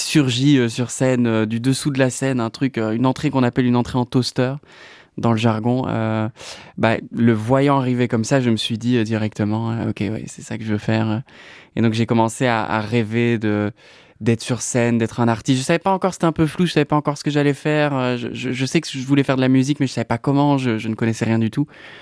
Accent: Anthisnes, Wallonia, Belgium; also born or lived in Seraing; Je suis né à Serein, mais j'ai vite migré du coup à Antine par le biais de mes parents qui habitaient là-bas évidemment à ce moment-là.

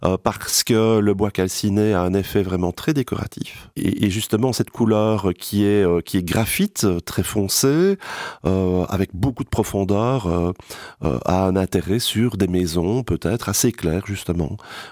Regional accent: Belgium; Ici, chez nous en Belgique

